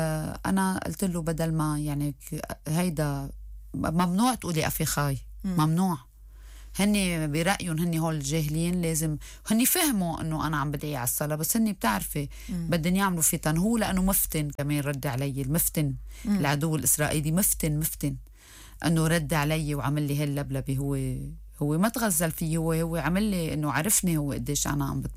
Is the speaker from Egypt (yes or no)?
no; Lebanon; also born or lived in United States; now in Australia; أنا لبنانية وطنية أكتر منكن ومن أهلكن